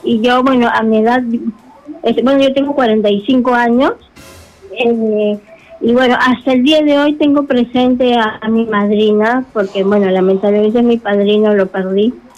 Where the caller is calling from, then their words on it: Callao, Peru; Del Callao.